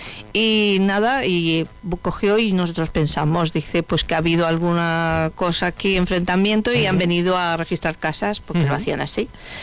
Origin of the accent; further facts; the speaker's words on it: Spain; Además, yo soy también española, entonces para mí